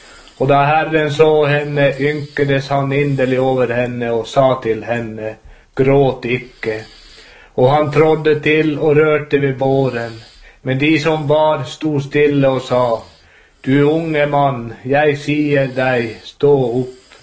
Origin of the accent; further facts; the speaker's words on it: Alta, Finnmark, Norway; jag kommer ifrån Alta.